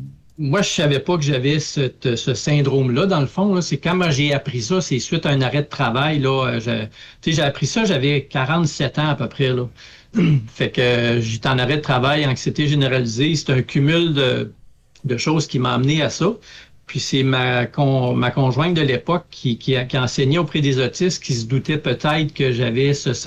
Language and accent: French; Gagnon, Quebec, Canada; moved away; also born or lived in Laval / Montreal; moi, je suis originaire... j'aime dire que je viens de nulle part. C'est-à-dire, je suis originaire de Gagnon. qui est une ville qui n'existe plus, qui a été fermée, détruite là, en 85. Et je suis né là.